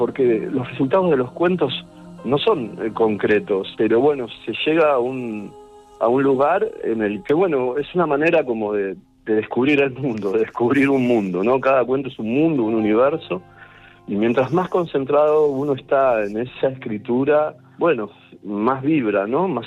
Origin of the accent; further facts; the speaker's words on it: Argentina; soy escritor, soy argentino. Tengo 61 años